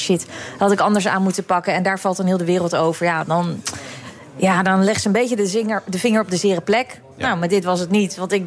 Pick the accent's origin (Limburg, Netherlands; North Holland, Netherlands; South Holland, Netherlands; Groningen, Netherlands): South Holland, Netherlands; The Hague